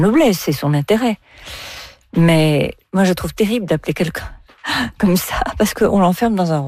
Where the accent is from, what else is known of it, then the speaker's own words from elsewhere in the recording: Algeria; now in France; je suis d'Algérie, je suis partie, je suis une partie d'Algérie.